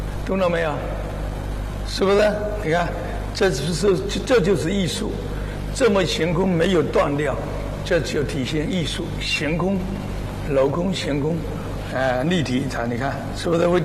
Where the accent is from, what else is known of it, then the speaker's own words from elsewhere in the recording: China; 到了86年以后，我们后来自己回来到我们建平来